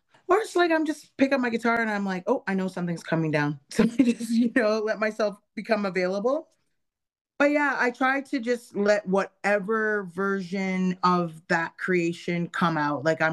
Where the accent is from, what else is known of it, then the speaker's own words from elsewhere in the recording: Sydney, Nova Scotia, Canada; I grew up in Sydney, Nova Scotia with spiritualists and musicians and doctors and teachers.